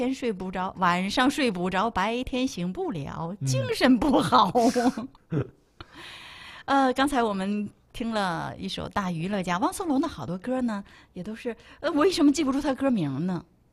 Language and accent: Chinese; Baoding, Hebei, China; 我不知道大家现在能从我的口音里还能不能听出来我是河北保定人。